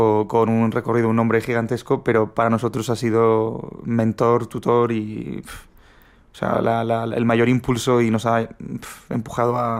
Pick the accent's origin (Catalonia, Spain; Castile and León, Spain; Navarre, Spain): Catalonia, Spain; yo soy catalán, entonces era claro, era mi zona